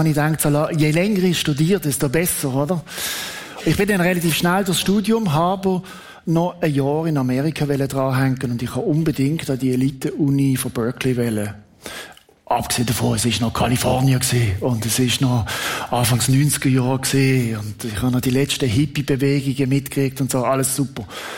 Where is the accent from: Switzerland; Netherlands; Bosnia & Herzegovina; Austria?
Switzerland; ich bin Schweizer, mir ist da, ich bin neutral